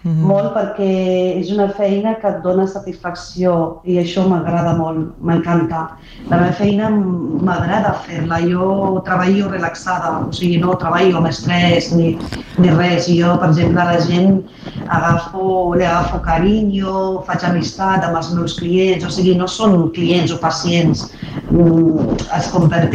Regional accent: Morocco; first language Arabic; Catalan is a second language; moved away; Sí, he vingut del Marroc parlant àrab i francès, perquè estudiem tota la vida en francès, bilingüe

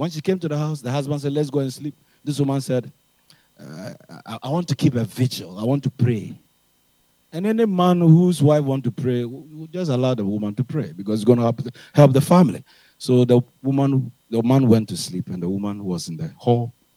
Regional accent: Ghana; I'm coming from West Africa. Specifically Ghana.

